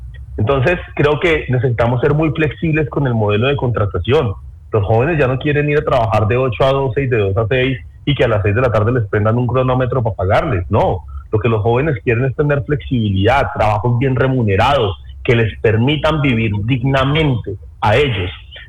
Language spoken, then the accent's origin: Spanish; Pereira, Risaralda, Colombia; eso dice mucho de lo que somos los pereiranos